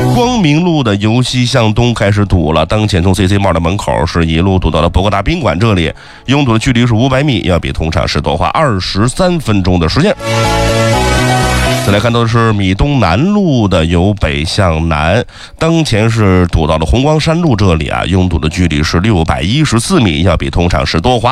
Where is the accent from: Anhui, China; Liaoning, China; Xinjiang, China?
Xinjiang, China